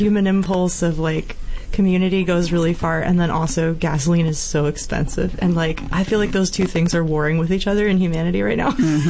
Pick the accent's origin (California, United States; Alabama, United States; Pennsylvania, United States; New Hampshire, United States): Alabama, United States; Mentone; Which yeah, is my hometown